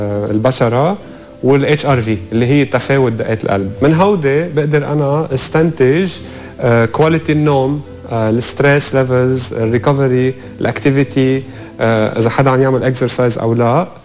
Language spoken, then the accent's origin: Arabic; Lebanon; نحن اللبنانيين كشباب بهالعصر